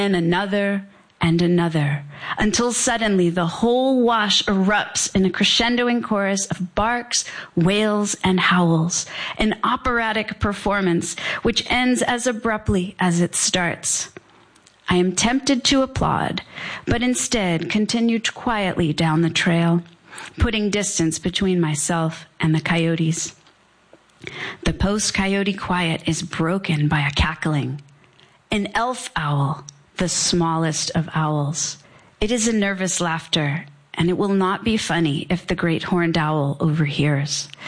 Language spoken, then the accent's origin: English; Providence, Rhode Island, United States; I grew up in Providence, Rhode Island.